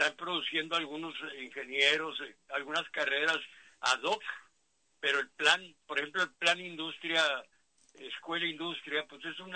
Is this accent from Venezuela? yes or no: no; Mexicali, Baja California, Mexico; ahí por la Madero, ahí donde nací y crecí